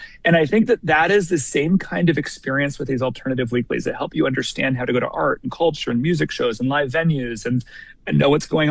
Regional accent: Washington, United States; So I'm from Washington State originally. I grew up in a small farm town in Washington State

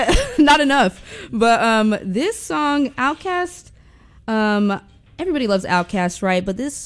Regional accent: Texas, United States; Got to let you know that I'm from Texas.

